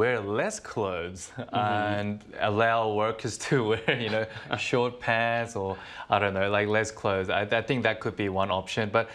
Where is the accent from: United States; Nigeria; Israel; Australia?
Australia; Because I'm from Australia, I can kind of withstand the heat more than others, tolerate it.